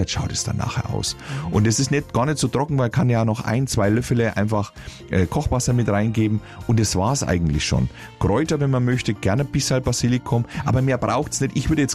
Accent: Bavaria, Germany; ich würde sie nur deshalb nicht benutzen, weil ich sie als Franke nicht aussprechen kann.

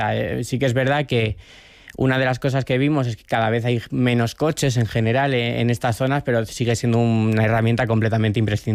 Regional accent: León, Castile and León, Spain; now in Madrid, Spain; Yo soy de León, pero vivo habitualmente en Madrid y vale. Soy urbanita desde hace muchísimo tiempo.

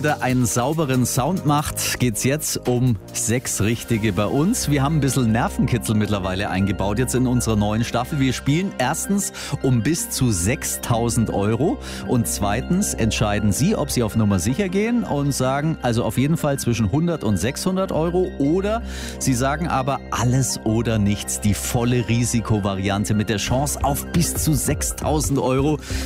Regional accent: Swabia, Germany; Kann ich komplett nachvollziehen als Schwabe.

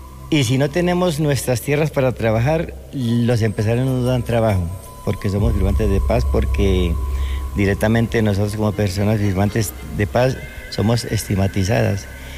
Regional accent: Colombia; Y nosotros también somos colombianos.

